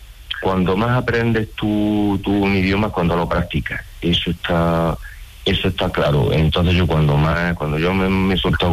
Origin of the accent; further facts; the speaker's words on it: Hinojosa del Duque, Andalusia, Spain; y luego ya por concurso de traslado, pues yo me vine para aquí, para mi tierra, para las Pedroches.